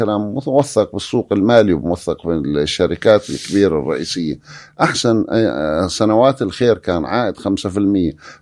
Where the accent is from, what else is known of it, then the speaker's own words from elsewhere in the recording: Jordan; احنا كأردنيين